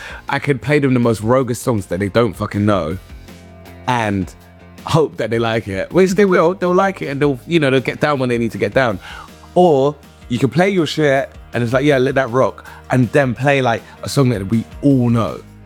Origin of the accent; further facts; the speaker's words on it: Surrey, South East England, United Kingdom; also born or lived in South London; my mum moved us to Surrey. So my early development was in Surrey. Like I grew up and I found myself all in Surrey. And Surrey's like just on the outskirts of London.